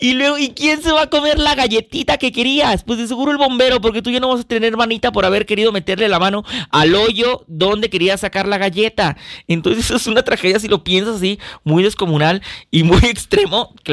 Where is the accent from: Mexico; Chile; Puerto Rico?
Mexico; O sea, como buen mexicano, ¿qué es lo que haces?